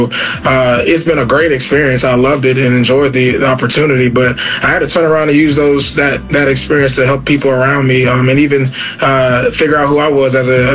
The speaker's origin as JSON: {"language": "English", "town": "Tallahassee", "region": "Florida", "country": "United States", "tie": "born or raised there", "said": "Yeah, so I'm from Tallahassee, Florida, born and raised."}